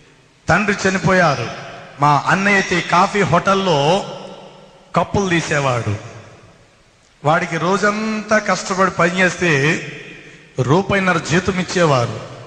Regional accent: Rajahmundry, Andhra Pradesh, India; మా స్వగ్రామం Rajahmundry మస్జీద్ centre, Jampeta మస్జీద్ centre.

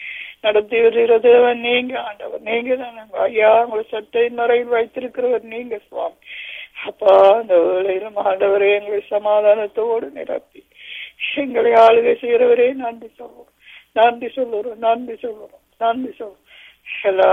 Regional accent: Sri Lanka; இலங்கை தேசத்துக்காக வேண்டிக் கொள்வோம். நாங்கள் பிறந்து வளர்ந்த தேசம்

